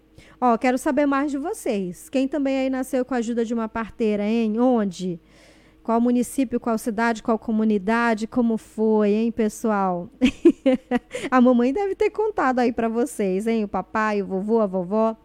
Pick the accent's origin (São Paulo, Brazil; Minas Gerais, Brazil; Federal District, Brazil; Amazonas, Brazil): Amazonas, Brazil; Japurá; born there; Ei, Kátia, eu nasci com a parteira lá no Japurá.